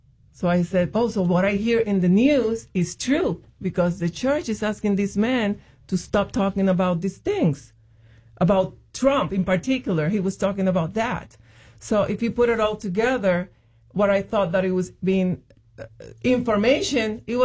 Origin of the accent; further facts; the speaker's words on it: Puerto Rico; moved away; Growing up in Puerto Rico